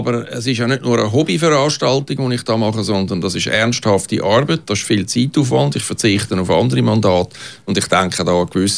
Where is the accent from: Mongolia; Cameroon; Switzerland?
Switzerland; Zurich; Ich als Zürcher bin besonders betroffen davon.